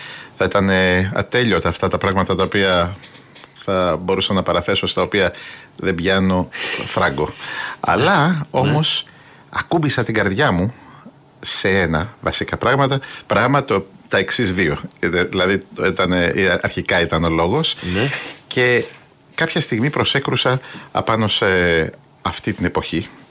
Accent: Athens, Attica, Greece; born there; also born or lived in Mumbai, India; Όταν ήρθα εδώ στην Αθήνα ήμουνα ένας μπέμπις που δεν τον έπιανε το μάτι σου.

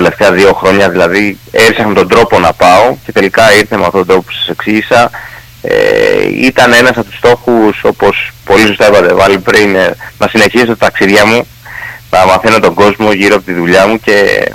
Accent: Samos, North Aegean, Greece; now in Chalcis, Greece; γιατί είμαι και από νησί, είμαι από τη Σάμο.

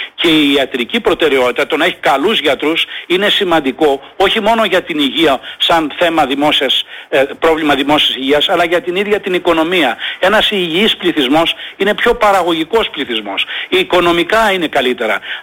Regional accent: Greece; εμείς σαν Έλληνες φορολογούμενος

